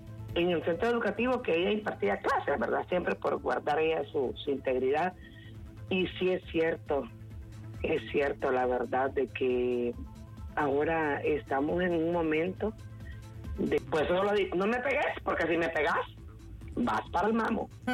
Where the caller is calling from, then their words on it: Olanchito, Yoro, Honduras; soy Yolanchito, pero vivo en Yoro.